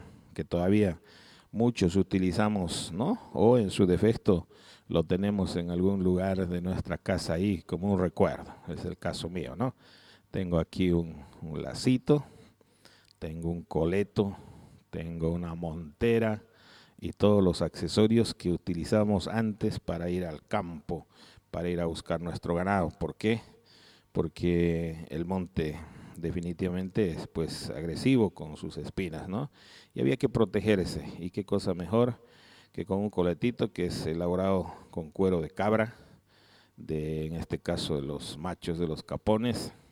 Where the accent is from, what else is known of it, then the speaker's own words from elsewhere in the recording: Pasorapa, Cochabamba, Bolivia; no porque sea pasorapeño